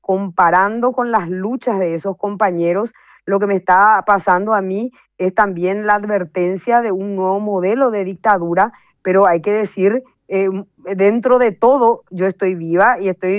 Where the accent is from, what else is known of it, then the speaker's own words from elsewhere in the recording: Asunción, Paraguay; born there; also born or lived in Pedro Juan Caballero, Paraguay; yo nací en Asunción